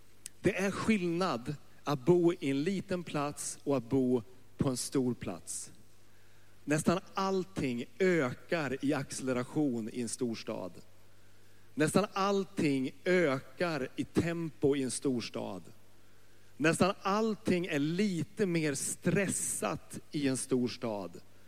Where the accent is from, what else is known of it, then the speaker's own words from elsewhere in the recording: Nordmaling, Västerbotten County, Sweden; moved away as an adult; now in Stockholm, Sweden; Jag växte upp i Nordmaling, ett litet samhälle i norra Norrland. Och som vuxen har jag bott i en småstad. Jag har bott i det man skulle kunna kalla för en mellanstor stad. Och jag har bott i storstadsregion.